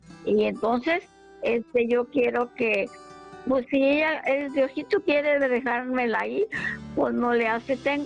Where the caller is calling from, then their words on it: Morelia, Michoacán, Mexico; De aquí, de Morelia, Michoacán.